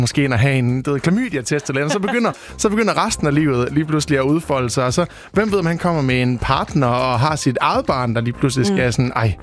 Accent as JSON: {"language": "Danish", "region": "Central Denmark Region", "country": "Denmark", "lives_now": "Aarhus, Denmark", "said": "Jeg måtte simpelthen, nu flytter syd for Aarhus, og jeg er fra Djursland af."}